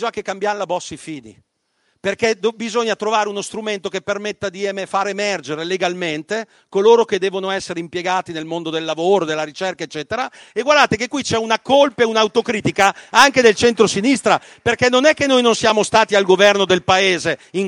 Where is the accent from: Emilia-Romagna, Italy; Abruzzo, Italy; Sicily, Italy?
Emilia-Romagna, Italy; Volete che parliamo delle mie parti dove si produce il parmigiano reggiano?